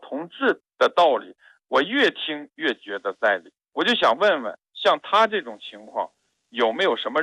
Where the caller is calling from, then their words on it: Changchun, Jilin, China; 我家是长春的。